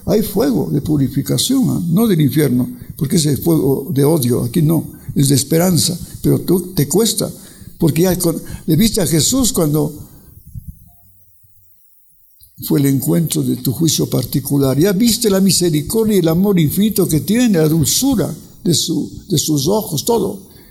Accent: Ibarra, Imbabura, Ecuador; Yo conocía eso, soy de Ibarra. Era pura montaña, pura montaña.

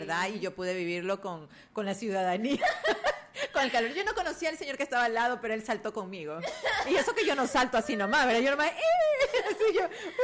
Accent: Ecuador; me voy en la buseta, como buena ecuatoriana.

